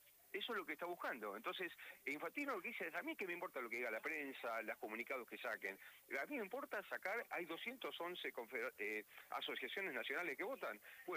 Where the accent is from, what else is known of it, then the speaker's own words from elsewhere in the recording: Argentina; now in Madrid, Spain; Yo soy argentino y me sentí mucho más argentino todavía con esta cosa, ¿no?